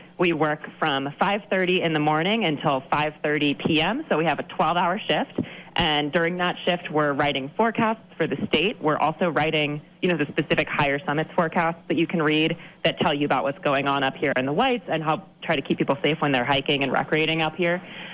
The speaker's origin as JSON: {"language": "English", "region": "Pennsylvania", "country": "United States", "also_born_or_lived": "Dartmouth, New Hampshire", "moved": "as an adult", "lives_now": "Mount Washington, New Hampshire, United States", "said": "I'm from Pennsylvania originally, South Central, near Gettysburg."}